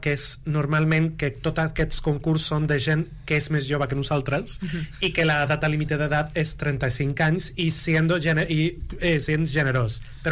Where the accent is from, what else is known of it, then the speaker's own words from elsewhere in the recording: Málaga, Andalusia, Spain; jo soc del sur, soc d'Andalusia, de Màlaga concretament, hi ha llocs que no té tanta sort de poder gaudir d'aquest programa cultural